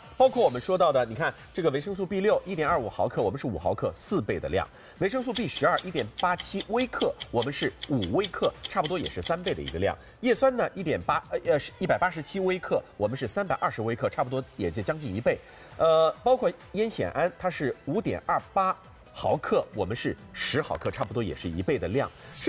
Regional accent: China; 我们中国人的饮食学水果吃的还是比较少

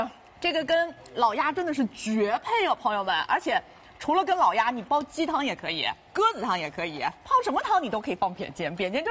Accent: China; 我们中国人就是中国胃

